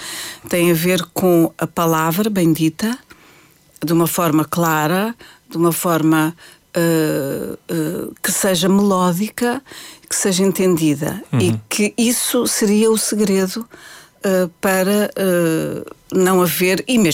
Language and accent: Portuguese; Portugal; moved away as an adult; also born or lived in Brazil; eu sou portuguesa, eu não sou brasileira, eu vou cantar em português.